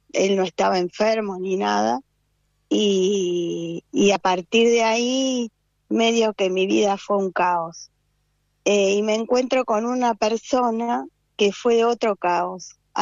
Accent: La Plata, Buenos Aires Province, Argentina; nací en la ciudad de La Plata, estudié acá, hice todo en secundario

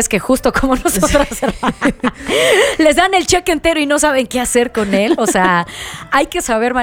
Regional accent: Mexico; A ver, el problema es que como mexicanos quizás de repente, Nadia, vemos cositas por ahí que nos llaman la atención

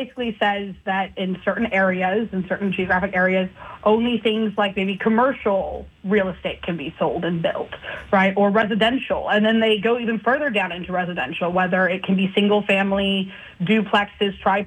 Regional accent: Texas, United States; I'm from Texas, and most of my family was from Houston, so that was like second home growing up.

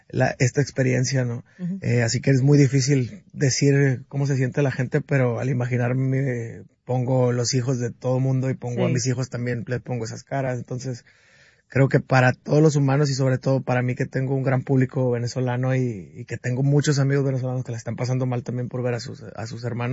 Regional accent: Mexico

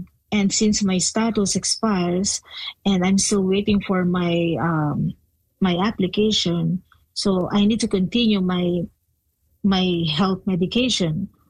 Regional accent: Philippines; English is a second language; moved away as an adult; now in Alberta, Canada; I came from the Philippines.

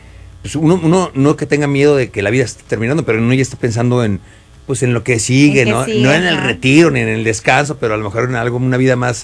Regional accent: Querétaro, Mexico; yo soy de Querétaro

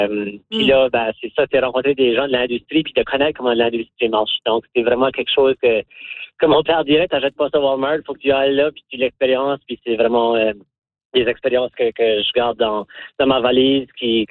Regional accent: Memramcook, New Brunswick, Canada; Moi, j'ai grandi à Memram Cook

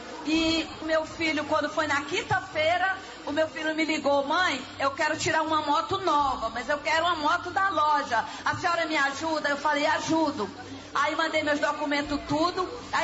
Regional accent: Cachoeiras de Macacu, Rio de Janeiro, Brazil; Eu venho lá de Cachoeira de Macacu para fazer essa campanha.

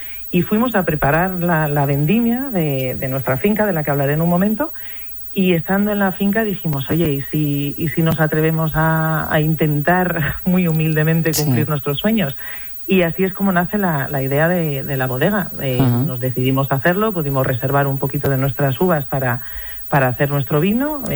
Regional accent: La Rioja, Spain; moved away as an adult; Yo, por otro lado, bueno, pues soy riojana de nacimiento, aunque bueno, yo creo que mi familia es muy del norte y ahí hacemos la conexión rápida con Asturias, ¿no? Mi padre es vasco, pero mi madre es asturiana, de Pola de Lena.

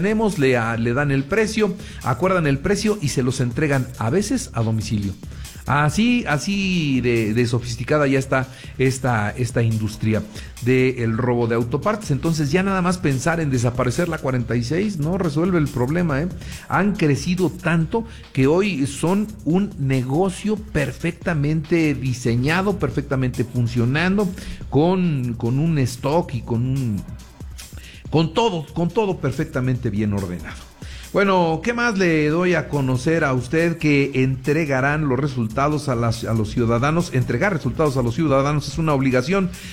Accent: Mexico; Se me hace muy grave que como mexicanos no encontremos en las instituciones de seguridad de nuestro país, no encontramos ahí respaldo

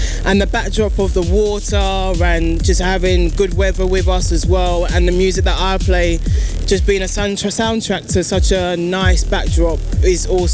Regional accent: London, United Kingdom; I'm based in, you know, born and raised in London, UK.

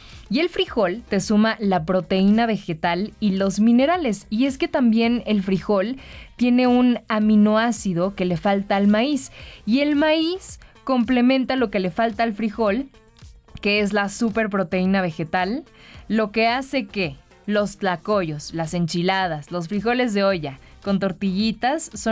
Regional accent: Mexico

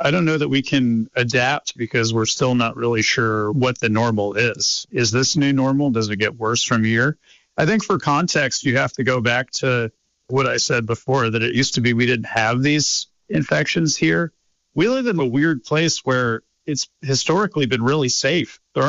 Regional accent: Lake Placid, New York, United States; moved away as an adult; now in Vermont, United States; I grew up in this area. I'm from Lake Placid, New York, and moved over to Vermont as an adult.

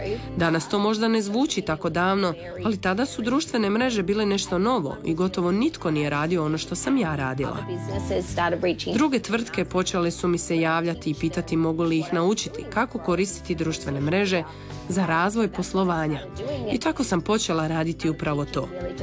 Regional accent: Perth, Western Australia, Australia; born or raised there; now in Podgora, Croatia

